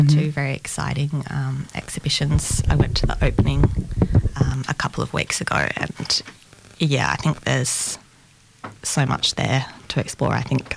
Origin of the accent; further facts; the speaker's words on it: Lismore, New South Wales, Australia; moved away as an adult; now in Melbourne, Australia; No, so I grew up in Lismore on the Northern Rivers, and lived there until I was about 19 and then moved to Melbourne